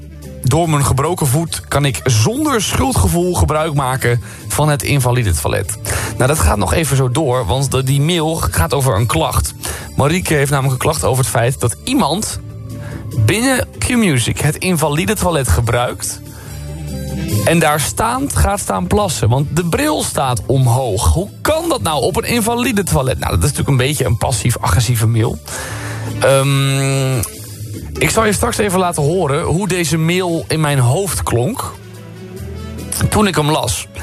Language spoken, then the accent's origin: Dutch; Zeeland, Netherlands; now in Utrecht, Netherlands; Een vriendenvoetbaltoernooi in Zeeland, in de gemeente echt waar ik vandaan kwam.